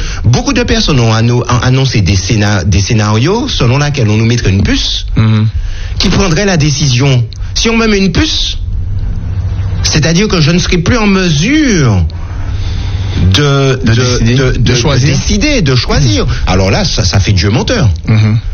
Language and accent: French; Le Carbet, Martinique; ça s'est passé dans ma ville natale